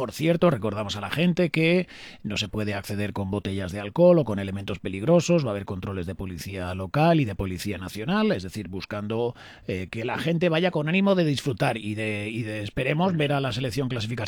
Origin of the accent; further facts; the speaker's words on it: Spain; todos queremos que gane España como españoles.